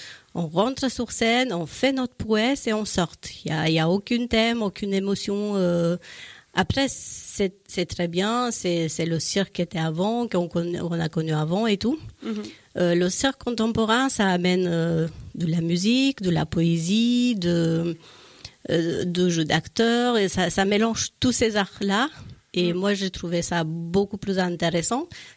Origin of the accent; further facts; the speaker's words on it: Romania; French is a second language; now in Châtellerault, France; Moi, je viens de Roumanie